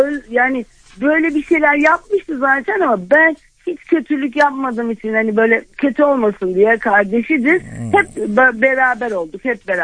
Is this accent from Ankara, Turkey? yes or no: yes; Ankara, Turkey; Ankaralıyım. Annem Ankaralı. Babam Yunanistan'dan geldi.